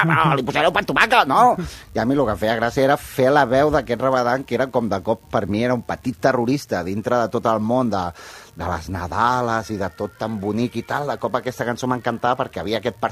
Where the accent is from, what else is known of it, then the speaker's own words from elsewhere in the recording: Barcelona, Catalonia, Spain; also born or lived in Figueres; M'he criat a Barna, sí.